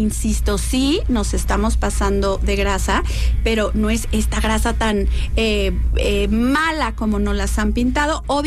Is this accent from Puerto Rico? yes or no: no; Guadalajara, Jalisco, Mexico; yo vengo de Guadalajara, de allá es la birria, de allá son las carnes y su jugo, de allá son los lonches